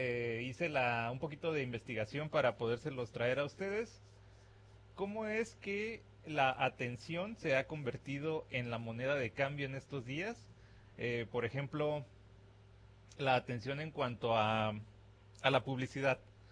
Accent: Mexico; now in United States

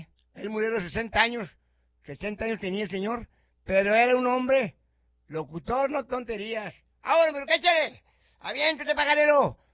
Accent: Piedras Negras, Coahuila, Mexico; Me preguntan si soy de rancho, no, tampoco. Soy del pueblo de Piedras Negras.

